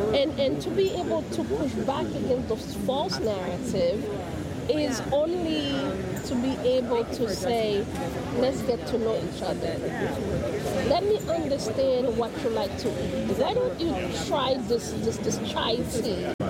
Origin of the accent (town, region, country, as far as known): Haiti